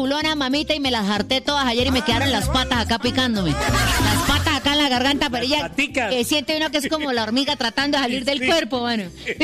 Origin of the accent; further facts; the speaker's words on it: San Vicente de Chucurí, Santander, Colombia; Pues vea, de San Vicente de Chucurí, mi pueblo, señorita Dalia.